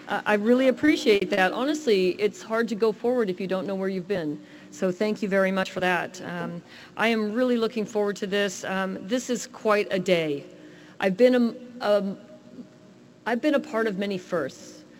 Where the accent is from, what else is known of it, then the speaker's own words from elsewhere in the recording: San Jose, California, United States; as a young girl, growing up in South San Jose, There was no professional women's sports.